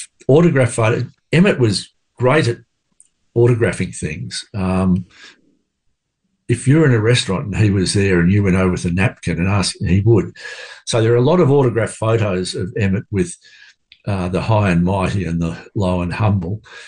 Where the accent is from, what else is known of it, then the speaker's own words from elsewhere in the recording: Australia; moved away as an adult; my family heritage as an Australian growing up in the 50s and 60s